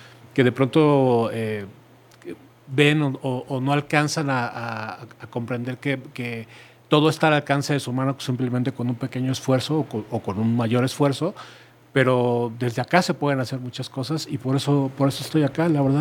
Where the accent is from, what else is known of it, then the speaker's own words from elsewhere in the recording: Mexico; Somos mexicanos.